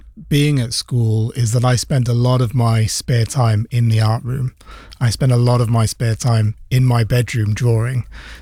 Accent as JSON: {"language": "English", "town": "Bridgend", "region": "Wales", "country": "United Kingdom", "tie": "born or raised there", "said": "I grew up in a small Welsh town called Bridgend, and I went to school in Newport, so just a town over. And my dad ran a GP surgery in Bridgend, Ogmavale Surgery."}